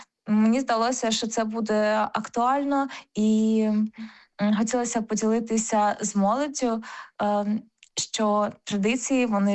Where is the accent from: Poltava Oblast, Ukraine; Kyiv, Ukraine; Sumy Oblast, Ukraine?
Sumy Oblast, Ukraine; а я якраз з Сумщини